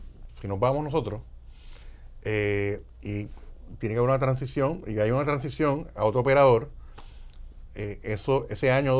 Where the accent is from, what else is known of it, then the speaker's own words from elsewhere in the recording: Puerto Rico; Yo estoy de acuerdo contigo y como abogado y como puertorriqueño le exhortó al Supremo.